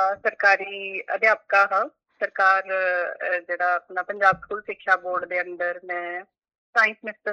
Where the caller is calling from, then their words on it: Bathinda, Punjab, India; ਬਠਿੰਡਾ ਤੋਂ ਗੱਲ ਕਰ ਰਹੀ ਹਾਂ।